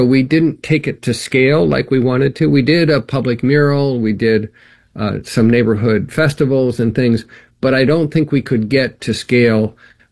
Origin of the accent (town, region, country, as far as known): Indiana, United States; born or raised there